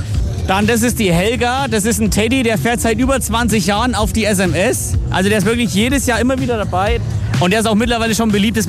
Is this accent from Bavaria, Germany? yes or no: yes; Bavaria, Germany; Wir kommen aus dem Landkreis Hof.